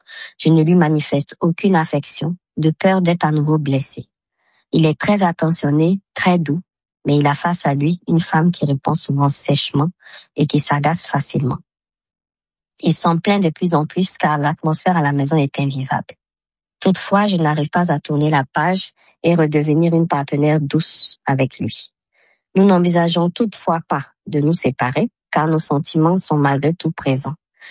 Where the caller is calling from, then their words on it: Bamako, Mali; je vous appelle depuis Bamako. J'ai 39 ans